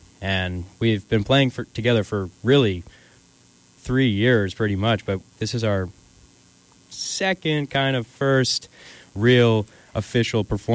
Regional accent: Maine, United States; I'm from the Southern Maine area as well

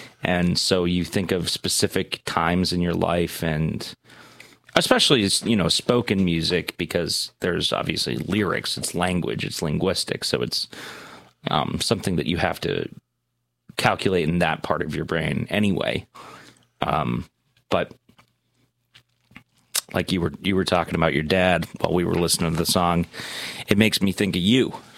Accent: Montana, United States; I grew up in Southwest Montana with Dave as my father and Tina as my mother.

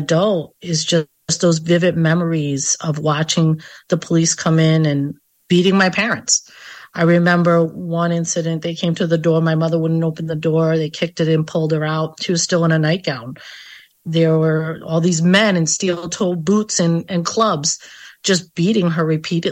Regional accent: Pawtucket, Rhode Island, United States; you know, growing up in Pawtucket in that community, I don't think we met anybody who wasn't impacted by the criminal legal system and incarceration

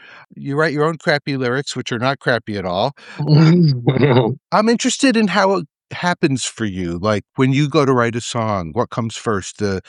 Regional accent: Vermont, United States; So I grew up in Vermont, lived in a hippie commune, free school.

